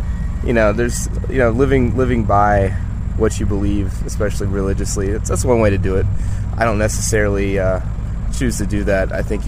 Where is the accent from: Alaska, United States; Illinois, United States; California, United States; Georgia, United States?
Georgia, United States; Atlanta; I'm from Atlanta.